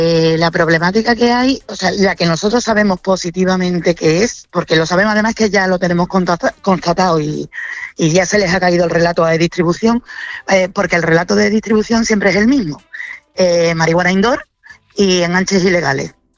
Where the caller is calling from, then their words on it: Seville, Andalusia, Spain; Desde que yo vivo en Torreblanca, que son 7 años ya